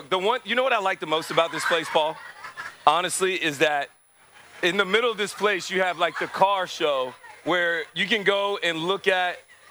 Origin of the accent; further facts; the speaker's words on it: Alabama, United States; I'm from Alabama